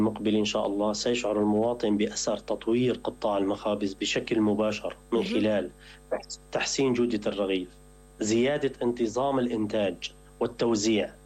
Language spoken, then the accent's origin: Arabic; Syria